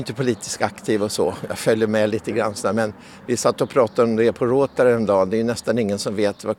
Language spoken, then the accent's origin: Swedish; Stockholm, Stockholm County, Sweden; moved away as an adult; now in Djursholm, Sweden; Jag är uppvuxen alltså, som, på Kungsholmen i Stockholm.